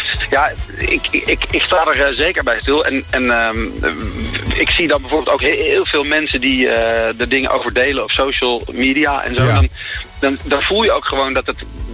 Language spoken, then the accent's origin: Dutch; Utrecht, Netherlands; Ik ben gewoon geen oorspronkelijke Amsterdammer. Ik kom zelfs uit Utrecht. Maar goed, ligt net in de provincie Utrecht.